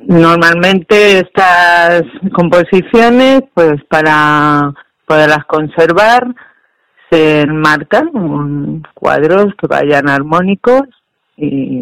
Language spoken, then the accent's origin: Spanish; Alcolea de Calatrava, Castilla-La Mancha, Spain; born there; Mi pueblo, Alcolea Calatrava, es una zona volcánica